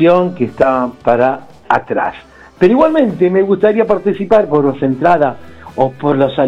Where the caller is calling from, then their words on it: Buenos Aires, Argentina; Aquí del Abasto.